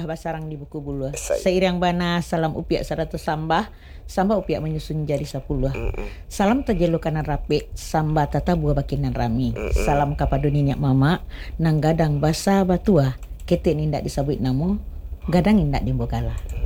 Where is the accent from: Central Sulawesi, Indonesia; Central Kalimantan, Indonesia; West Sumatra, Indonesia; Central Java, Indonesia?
West Sumatra, Indonesia; Jadi sebagai warga Minang yang hidup di perantauan … kan pengen budaya ko tetap hidup.